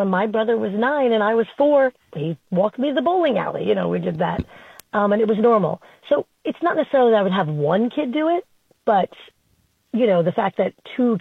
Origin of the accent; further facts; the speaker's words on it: Flushing, New York, United States; I grew up in Flushing.